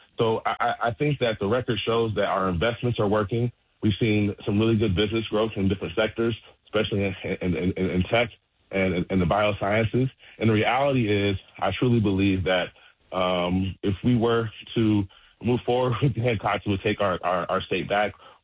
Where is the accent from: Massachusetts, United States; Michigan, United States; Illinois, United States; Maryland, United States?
Maryland, United States; Baltimore; But the reality is, I'm from West Baltimore, and I've never felt more safe walking through my district.